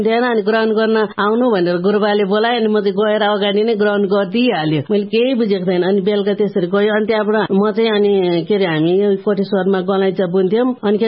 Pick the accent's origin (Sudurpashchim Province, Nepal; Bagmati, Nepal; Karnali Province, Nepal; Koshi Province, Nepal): Bagmati, Nepal; Lisyang, Sindhupalchok; अनि मेरो घर चाहिँ लिस्याङको हो, सिन्धुपाल्चोक लिस्याङको। अनि मेरो सन्तानहरू चाहिँ सबै बुद्धिस्ट हो, के अरे लामाहरू हो, अनि म पनि लामाको छोरी हो।